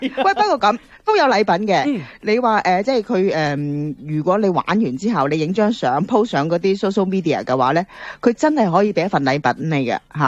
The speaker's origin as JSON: {"language": "Cantonese", "country": "Hong Kong", "moved": "yes", "said": "我哋嚟自香港嘅，有時咧都係喜歡翻去探下親啊"}